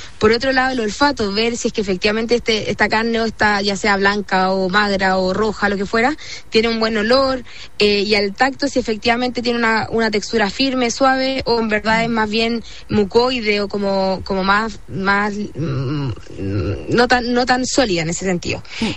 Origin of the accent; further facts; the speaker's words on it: Chile; no estamos acostumbrados como chilenos a enfrentar